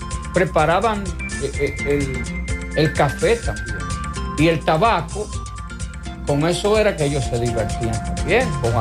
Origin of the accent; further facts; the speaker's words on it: Juan López, Espaillat, Dominican Republic; la zona donde tú vives, donde yo nací, Juan López